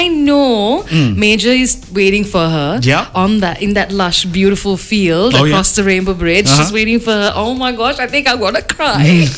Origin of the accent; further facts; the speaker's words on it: India; I'm Indian.